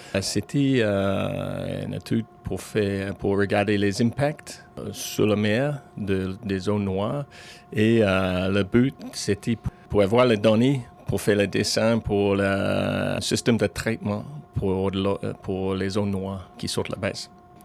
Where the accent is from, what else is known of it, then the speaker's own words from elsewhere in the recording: New Zealand; French is a second language; je viens de Nouvelle-Zélande.